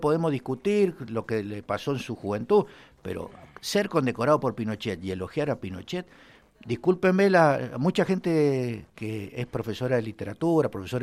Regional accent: Argentina; Bueno, está bien, no, yo soy argentino, antes que nada.

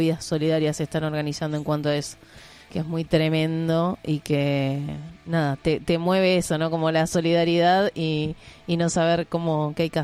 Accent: Florencio Varela, Buenos Aires Province, Argentina; yo soy de Varela

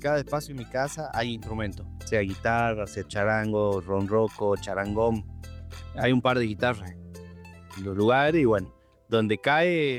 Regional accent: Jujuy, Argentina; moved away as an adult; now in Córdoba, Argentina; yo nací en Jujuy y Jujuy es precordillera, entonces mi música, mi raíz, digamos, está impregnada de música andina. Música norteña, como son los carnavalitos, taquiraris, cuecas, bailecitos

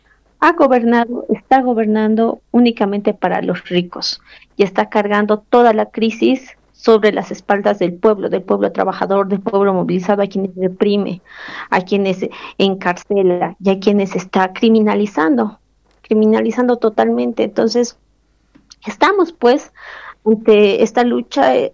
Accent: Bolivia

